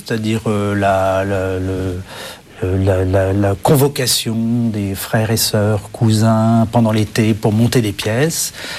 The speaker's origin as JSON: {"language": "French", "town": "Paris", "region": "Île-de-France", "country": "France", "tie": "born or raised there", "said": "Autant j'ai eu des échappées tout au long de ma vie de un ou deux ans à l'étranger assez régulièrement. Mais je suis né à Paris"}